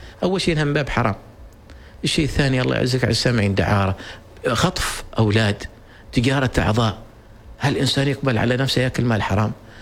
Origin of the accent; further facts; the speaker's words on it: Oman; أنا كعماني أبيع القهوة العمانية